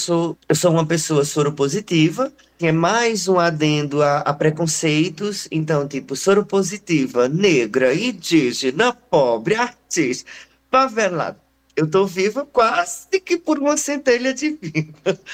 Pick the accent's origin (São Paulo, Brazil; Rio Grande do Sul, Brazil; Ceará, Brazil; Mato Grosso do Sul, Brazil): Ceará, Brazil; born there; eu sou paiacus de Morada Nova, que é a minha verdadeira ancestralidade indígena. Só que eu sou cariri porque eu nasci aqui na região do Cariri.